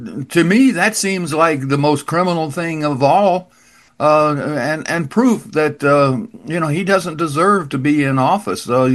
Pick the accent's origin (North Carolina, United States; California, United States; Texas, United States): Texas, United States; Now, I'm a Texan.